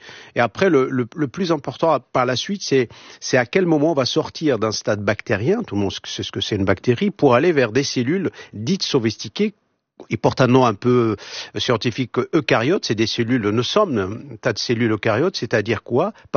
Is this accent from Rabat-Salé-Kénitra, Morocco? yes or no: no; Marrakesh, Marrakesh-Safi, Morocco; born there; moved away; also born or lived in Lille; J'ai fait mes études à Lille, bien entendu, et je suis né à Marrakech